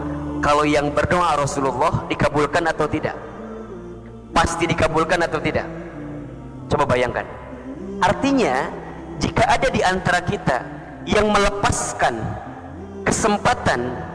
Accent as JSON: {"language": "Indonesian", "town": "Garut", "region": "West Java", "country": "Indonesia"}